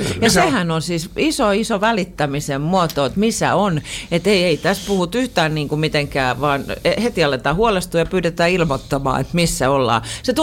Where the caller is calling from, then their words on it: Pori, Satakunta, Finland; kuinka paljon me porilaiset omiamme rakastetaan.